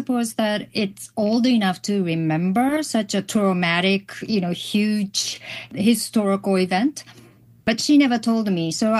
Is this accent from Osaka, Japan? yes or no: no; Hiroshima, Japan; moved away; Growing up in Hiroshima, and especially in the 70s, 80s